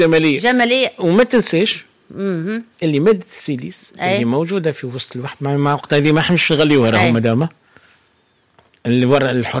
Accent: Tunisia; وعندنا في تونس

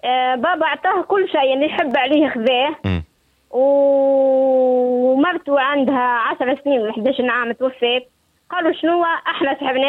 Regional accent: Sousse, Sousse Governorate, Tunisia

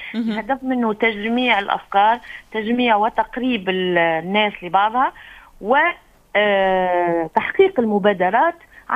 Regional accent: Sousse, Sousse Governorate, Tunisia; يعني احنا من سوسة مش نحل ننهزوا المشعل متاعنا

